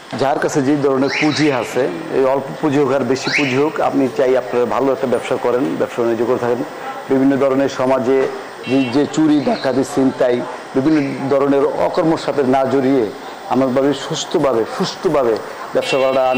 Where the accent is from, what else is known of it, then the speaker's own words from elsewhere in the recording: Dhaka, Dhaka Division, Bangladesh; also born or lived in Bhola; আমি ঢাকায় বড় হয়েছি।